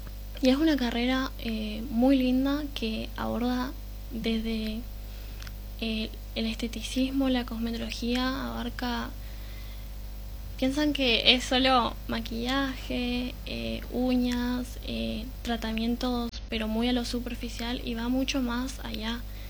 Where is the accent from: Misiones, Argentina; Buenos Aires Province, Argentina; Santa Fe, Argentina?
Misiones, Argentina; Oberá; Yo también soy de Oberá